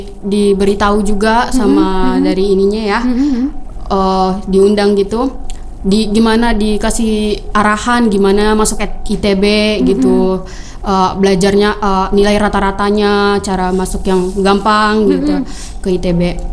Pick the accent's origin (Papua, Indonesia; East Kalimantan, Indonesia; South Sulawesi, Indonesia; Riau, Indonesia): Papua, Indonesia; Jayapura; yang keterima dari provinsi saya ya, dari kota saya, kota Jayapura maksudnya ya.